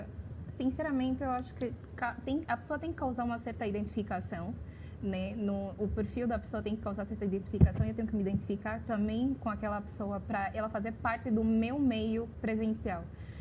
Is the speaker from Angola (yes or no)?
yes; Angola; now in Brazil; Eu venho de uma cultura, eu sou africana, eu venho de uma cultura totalmente diferente.